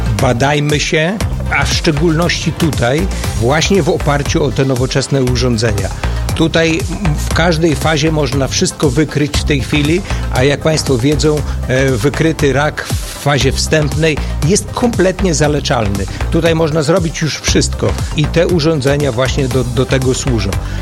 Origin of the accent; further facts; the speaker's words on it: Łomża, Podlaskie Voivodeship, Poland; ja pochodzę z Łomży